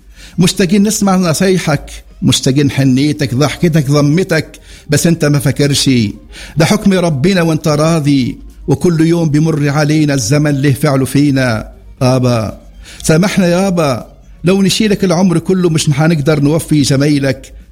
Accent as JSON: {"language": "Arabic", "country": "Tunisia", "said": "بلادي تونس الخضرة"}